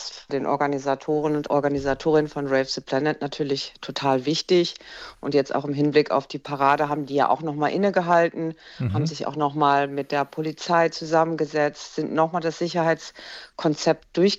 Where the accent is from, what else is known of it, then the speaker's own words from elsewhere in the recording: North Rhine-Westphalia, Germany; Ich komme ursprünglich irgendwie aus Nordrhein-Westfalen und da war ich dann auch sehr schwer beeindruckt.